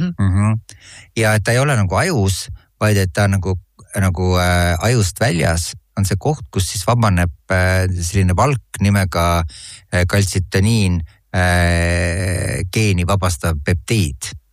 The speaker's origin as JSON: {"language": "Estonian", "town": "Otepää", "region": "Valga County", "country": "Estonia", "said": "ma olen Otepäält pärit"}